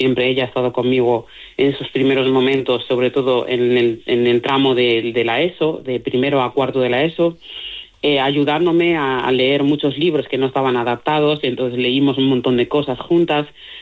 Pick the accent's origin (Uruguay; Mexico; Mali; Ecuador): Mali; Spanish is a second language; ahora no me acuerdo prácticamente de mi dialecto, hablo mejor el castellano y el gallego que mi propio dialecto, uh-huh. y la suerte que tengo es que tengo una pareja maravillosa que también es de Mali